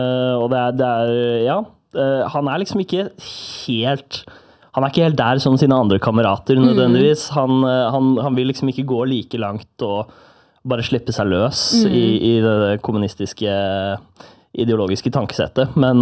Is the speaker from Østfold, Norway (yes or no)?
yes; Moss, Østfold, Norway; jeg er fra Moss